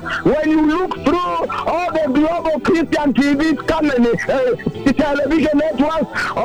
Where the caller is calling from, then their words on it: Nairobi, Kenya; I'm calling you from the Kariobangi South Main Altar here in Nairobi, Renson.